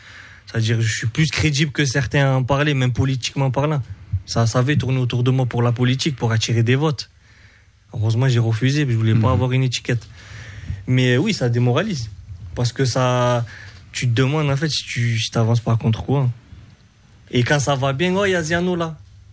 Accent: Montauban, Occitanie, France; Non, moi je suis du 82.

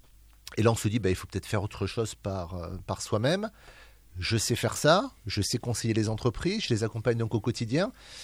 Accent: Pau, Nouvelle-Aquitaine, France; born there; also born or lived in England; il commence il y a 56 ans, donc à Pau

